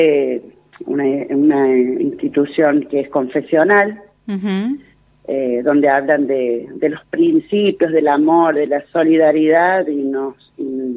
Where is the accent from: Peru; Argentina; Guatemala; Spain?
Argentina; San Juan; moved away as an adult; now in Chubut, Argentina